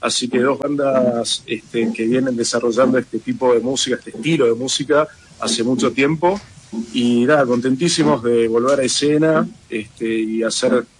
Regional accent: Argentina; Cantamos de todo, somos argentinos, así que podemos ir del tango a la milonga

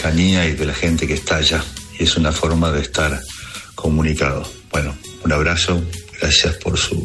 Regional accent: Argentina; now in Italy; soy argentino y estoy andando en bicicleta vengo de Bari y ahora empiezo a subir por el Jónico

